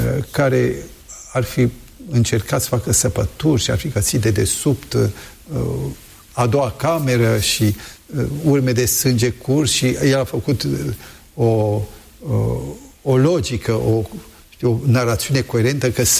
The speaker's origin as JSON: {"language": "Romanian", "town": "Sibiu", "region": "Sibiu County", "country": "Romania", "tie": "born or raised there", "also_born_or_lived": "Brașov", "moved": "yes", "said": "Am și o amintiri vis-a-vis de locul unde am copilărit. Eu mă simt foarte sibian, deși m-am născut la Brașov și la 2 ani jumate, 3 ne-am mutat în Sibiu, dar acolo am descoperit viața"}